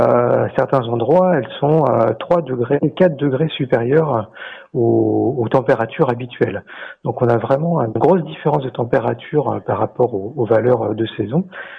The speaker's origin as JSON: {"language": "French", "country": "New Caledonia", "said": "chez nous, en Calédonie"}